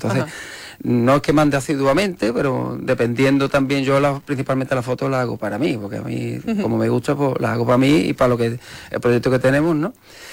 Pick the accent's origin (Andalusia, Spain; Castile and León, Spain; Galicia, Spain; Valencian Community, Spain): Andalusia, Spain; Morón de la Frontera; Soy de Morón. me gusta y me encanta Morón, y entonces mi mirada hacia Morón es especial en ese aspecto, ¿no?